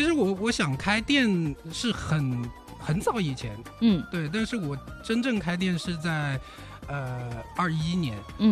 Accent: Hunan, China; also born or lived in Shanghai; 我本身是湖南人，然后所以长沙会更亲切一点。对，然后在上海的话相对来说就是作为一个外地人

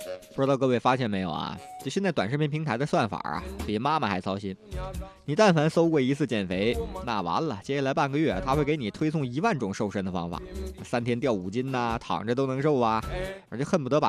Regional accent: Northeast China, China; accent: Northeastern; 我们东北话就可丁可卯

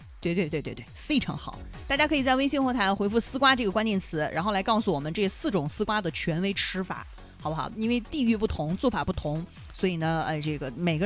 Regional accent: Hunan, China; 我们湖南人

